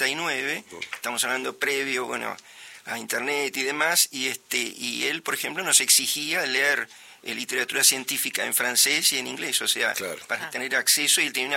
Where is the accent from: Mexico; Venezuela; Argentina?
Argentina; Mar del Plata, Buenos Aires Province; Yo nací en La Plata. Mi familia se trasladó inmediatamente a Mar del Plata. Ahí transcurrió mi niñez